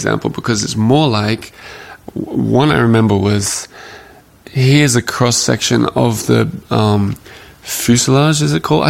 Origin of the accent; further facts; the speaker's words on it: Australia; now in France; I'm Australian.